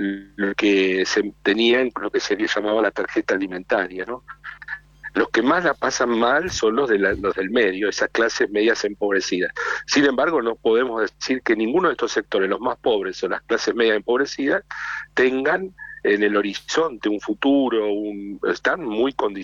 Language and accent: Spanish; Buenos Aires, Argentina; now in Mendoza, Argentina; si soy originario del AMBA, estoy en Mendoza, ¿no?